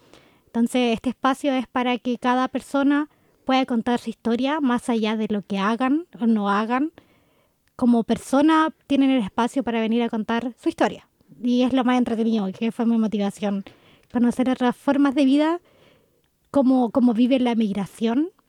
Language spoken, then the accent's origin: Spanish; Chile; moved away as an adult; now in Germany; nosotros dos venimos de Chile